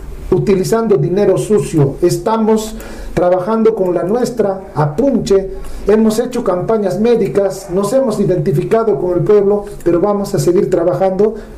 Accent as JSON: {"language": "Spanish", "region": "Apurímac", "country": "Peru", "tie": "born there", "said": "Yo he nacido aquí en Apurímac, no soy de Lima, no vengo a engañarte. No soy de otras partes del Perú"}